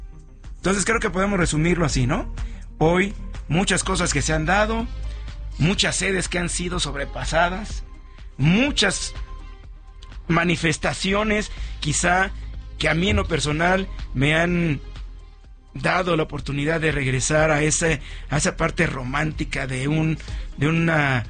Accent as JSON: {"language": "Spanish", "country": "Mexico", "said": "no somos los mexicanos los únicos que nos desbordamos a la calle en otros países, ¿no?"}